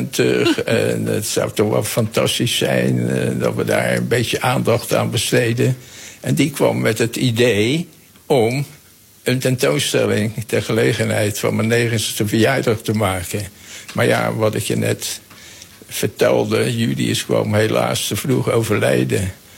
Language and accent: Dutch; Rotterdam, South Holland, Netherlands; Ik ben Rotterdammer.